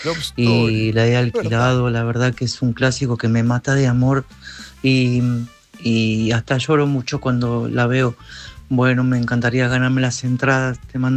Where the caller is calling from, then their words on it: Lomas del Mirador, Buenos Aires Province, Argentina; de Lomas del Mirador